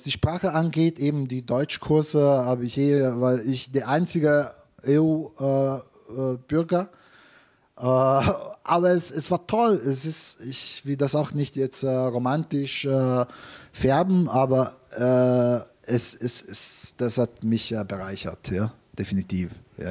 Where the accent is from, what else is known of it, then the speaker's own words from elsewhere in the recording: Italy; German is a second language; moved away; Aber ich bin Italiener, io sono stato in Italien.